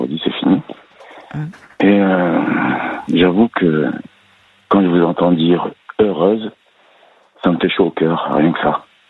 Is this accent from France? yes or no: yes; Nice, Provence-Alpes-Côte d'Azur, France; aussi de la région niçoise.